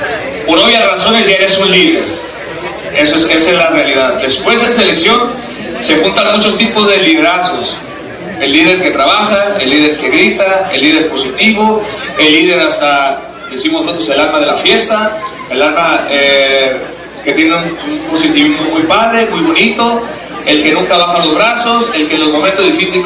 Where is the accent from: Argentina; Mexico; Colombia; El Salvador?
Mexico